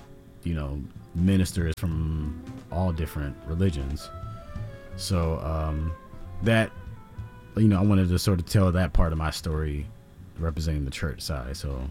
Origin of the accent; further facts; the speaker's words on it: Washington, District of Columbia, United States; So my mother, I grew up in Washington, D.C.